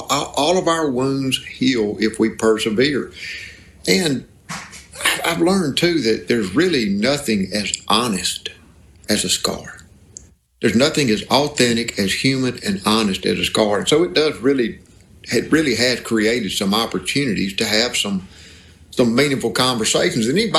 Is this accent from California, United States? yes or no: no; Mississippi, United States; You talk about growing up in the Mississippi Delta with my granddad, it was opening day of dove season.